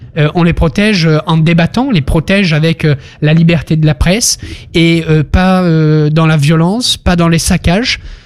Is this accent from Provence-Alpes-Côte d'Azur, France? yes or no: yes; Marseille, Provence-Alpes-Côte d'Azur, France; gamin, quand je jouais au foot, à Marseille